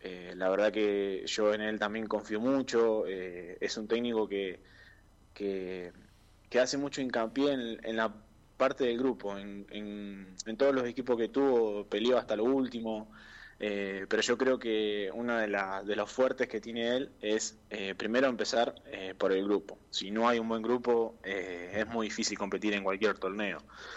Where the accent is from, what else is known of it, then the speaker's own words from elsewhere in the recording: Viedma, Río Negro, Argentina; born there; moved away as an adult; ahí en Viedma, yo soy de ahí, para claro. Que saben, yo soy nacido ahí en Viedma, claro.